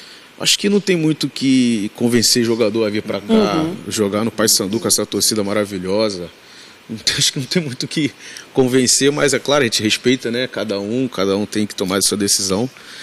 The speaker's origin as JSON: {"language": "Portuguese", "region": "Rio de Janeiro", "country": "Brazil", "tie": "born there", "also_born_or_lived": "Santa Catarina", "moved": "as an adult", "lives_now": "Belém, Brazil", "said": "eu sou carioca, minha filha nasceu em Santa Catarina"}